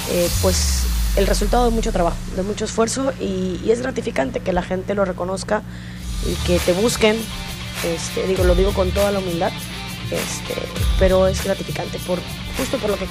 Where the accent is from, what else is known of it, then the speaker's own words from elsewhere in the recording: Balancán, Tabasco, Mexico; moved away as an adult; also born or lived in Jonuta; Balancán, porque digo, de hecho fui concebida en Balancán. O sea, vine a nacer aquí y vámonos para atrás. Sí, y crecí hasta que terminé la universidad allá. Lo poco que crecí, lo crecí en Balancán.